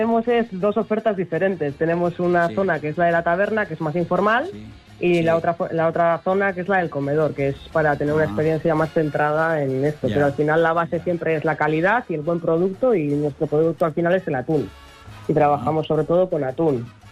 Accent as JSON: {"language": "Spanish", "town": "Ea", "region": "Basque Country", "country": "Spain", "said": "Soy de Ea. Otro pueblito cercano."}